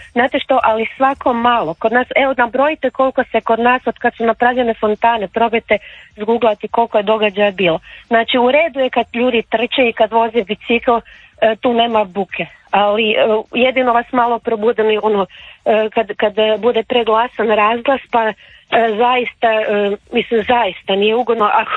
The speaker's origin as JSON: {"language": "Croatian", "town": "Zagreb", "region": "City of Zagreb", "country": "Croatia", "tie": "born or raised there", "said": "ja sam odrasla, sam tu stara sedjac, znači odrasla sam u Trnju."}